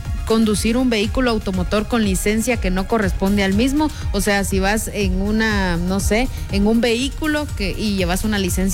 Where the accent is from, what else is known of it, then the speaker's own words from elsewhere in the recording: Guatemala; La conciencia de nosotros como guatemaltecos